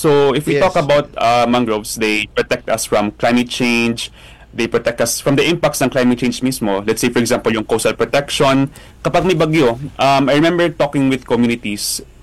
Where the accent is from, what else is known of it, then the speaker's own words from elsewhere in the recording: Talisay, Negros Island Region, Philippines; I'm from Talisay City, Negros Occidental po. I'm from Negros.